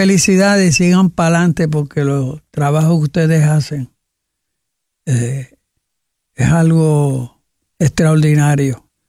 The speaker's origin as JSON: {"language": "Spanish", "country": "Puerto Rico"}